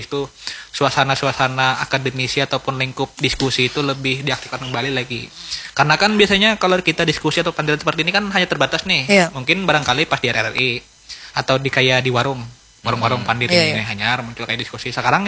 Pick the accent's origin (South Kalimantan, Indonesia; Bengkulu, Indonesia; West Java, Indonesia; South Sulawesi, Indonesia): South Kalimantan, Indonesia; Banjar; Kita ini orang Banjar.